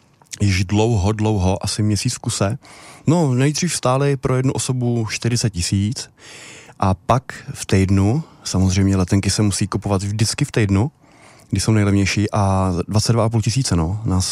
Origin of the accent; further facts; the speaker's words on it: Smržovka, Liberec Region, Czechia; Přijeli jsme ze Smržovky.